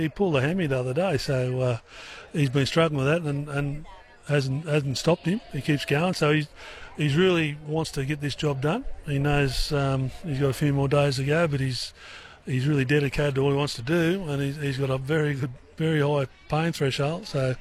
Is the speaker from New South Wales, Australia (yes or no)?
yes; Orange, New South Wales, Australia; moved away; I grew up in Orange, but a lot of my family are from here, so he's come here all the time, but it's only a small town, Goolagong.